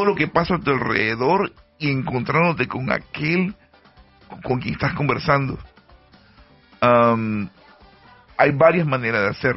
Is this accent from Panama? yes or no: yes; Panama; no es que hoy yo descubrí que soy panameño, no, yo antes de los 15 años yo sabía que era panameño